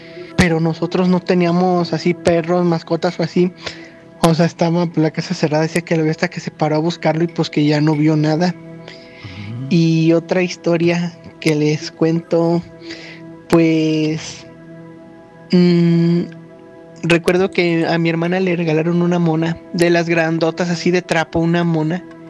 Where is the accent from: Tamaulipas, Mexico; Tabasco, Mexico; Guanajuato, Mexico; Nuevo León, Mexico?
Guanajuato, Mexico; San Francisco del Rincón; de San Francisco del Rincón, Guanajuato.